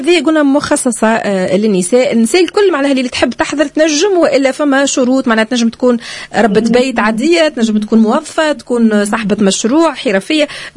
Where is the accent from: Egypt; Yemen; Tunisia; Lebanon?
Tunisia; احنا كدوله تونسيه